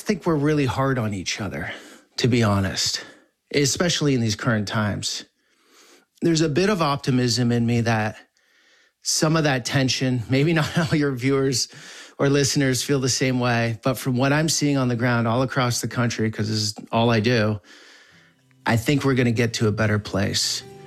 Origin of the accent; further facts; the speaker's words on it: Vermont, United States; also born or lived in California; a totally different world than where I grew up in Vermont or lived most of my adult life in California.